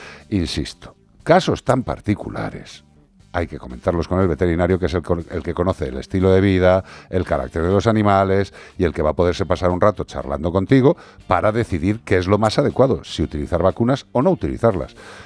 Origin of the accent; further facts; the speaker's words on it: Écija, Andalusia, Spain; Soy de Écija, soy de Sevilla